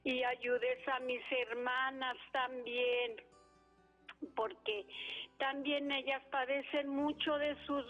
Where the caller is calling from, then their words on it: Aguascalientes, Mexico; De Aguascalientes.